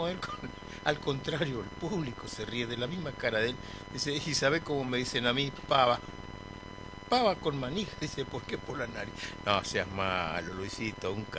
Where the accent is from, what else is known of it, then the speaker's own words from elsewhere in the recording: Buenos Aires, Argentina; also born or lived in Chaco; a pesar de que yo me crié en la ciudad, en Buenos Aires, pero mis raíces son del litoral, ¿no?, y tengo mi corazón partido, le dije, ¿no? Claro, mis padres correntinos y yo soy chaqueño